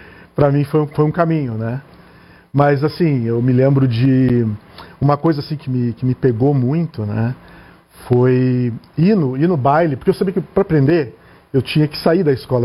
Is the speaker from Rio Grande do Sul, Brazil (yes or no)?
yes; Porto Alegre, Rio Grande do Sul, Brazil; moved away as an adult; now in São Paulo, Brazil; Eu sou gaúcho, de Porto Alegre.